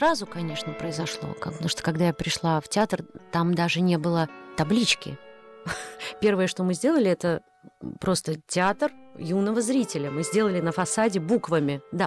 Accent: Odesa, Odesa Oblast, Ukraine; moved away as an adult; now in Moscow, Russia; родилась и выросла в Одессе

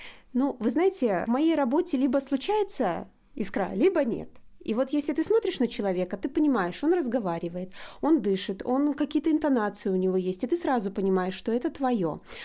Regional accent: Gomel, Gomel Region, Belarus; я режиссер из Беларуси, город Гомель.

